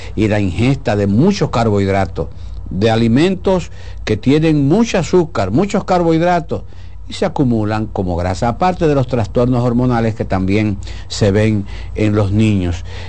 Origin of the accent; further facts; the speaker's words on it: Villa Jaragua, Bahoruco, Dominican Republic; born there; also born or lived in Santiago Rodríguez; now in Santo Domingo, Dominican Republic; Yo nací en Villajaragua, Neiva, provincia Bahoruco.